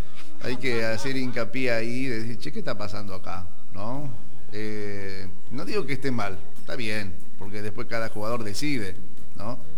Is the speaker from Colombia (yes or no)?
no; Argentina; Somos todos, por ahí tienen sangre italiana, ¿no? Sangre gallega algunos, ¿no? Pero son nacidos acá y con la sangre del papá o la mamá, bien argentinos